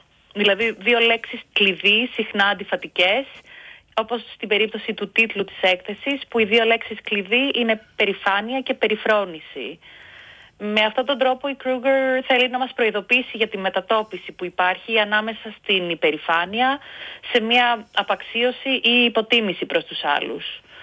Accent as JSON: {"language": "Greek", "country": "Greece", "moved": "yes", "said": "στην πατρίδα μου στην Ελλάδα"}